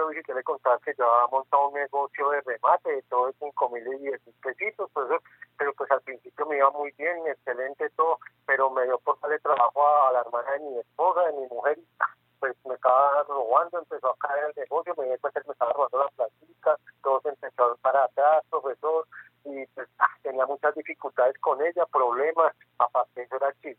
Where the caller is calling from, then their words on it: Garagoa, Boyacá, Colombia; lo llamo de Garagua, Boyacá.